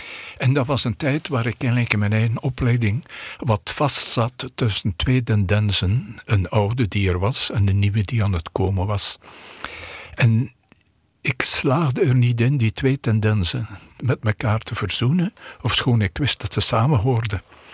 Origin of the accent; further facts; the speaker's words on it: Poperinge, Flanders, Belgium; now in Netherlands; Ik ben uit Poperingen. Dat ligt vlakbij Ieper, maar eigenlijk vlakbij de Franse grens. En dat heeft mijn jeugd zeer getekend. Ik heb altijd aan mensen gezegd, ik ben geboren tussen 2 abdijen.